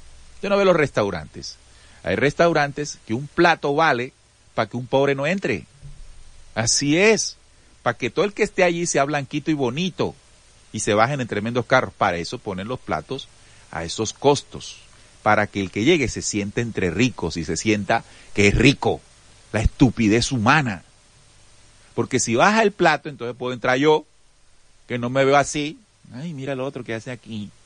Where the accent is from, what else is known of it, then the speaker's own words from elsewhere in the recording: Colombia; como ciudadanos colombianos y como humanos